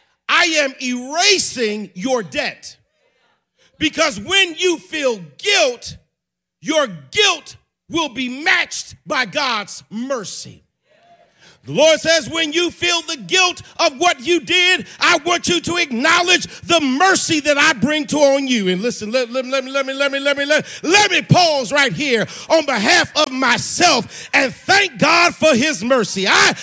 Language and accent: English; Chicago, Illinois, United States; as old school Baptist as you can get. I was brought up in Lilydale Progressive Missionary Baptist Church on the south side of Chicago.